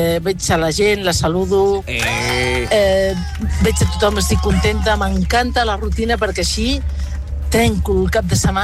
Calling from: Berga, Catalonia, Spain; de Berga.

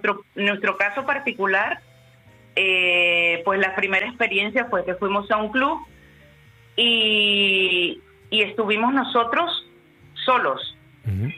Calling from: Castellón, Valencian Community, Spain; De Castellón.

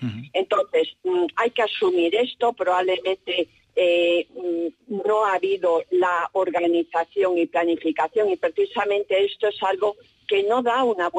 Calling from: Pontevedra, Galicia, Spain; yo llamo desde Pontevedra. Y bueno, primero, sin duda, como persona que llevo más de 30 años trabajando en Pontevedra

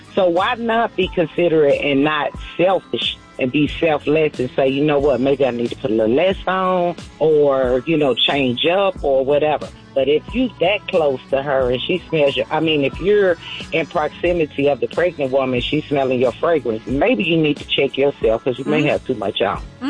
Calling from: Georgia, United States; I'm checking in from Cobb County.

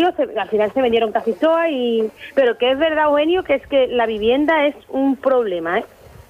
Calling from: Andalusia, Spain

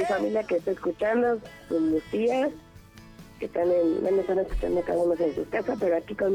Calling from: Melchor Ocampo, State of Mexico, Mexico; Desde el Estado de México, en el Cerro Campo.

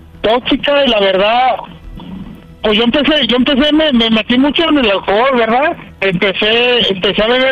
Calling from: Guadalajara, Jalisco, Mexico

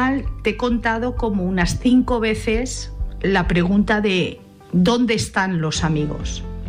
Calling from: Madrid, Community of Madrid, Spain; de Madrid.

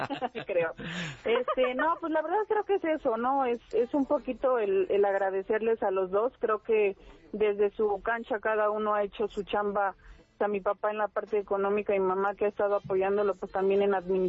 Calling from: Texcoco, State of Mexico, Mexico; vivo en Texcoco y trabajo hasta Santa Fe.

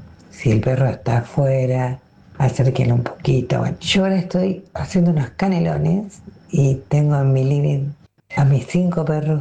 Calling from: Adrogué, Buenos Aires Province, Argentina; de Adrogué.

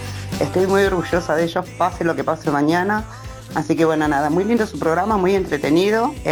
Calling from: Juan María Gutiérrez, Buenos Aires Province, Argentina; de Juan María Gutiérrez.

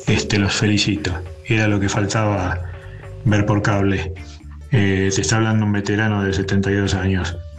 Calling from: Villa Ballester, Buenos Aires Province, Argentina; de Ballester.

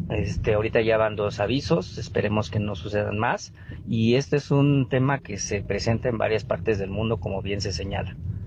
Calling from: Mexico City, Mexico; de la Ciudad de México.

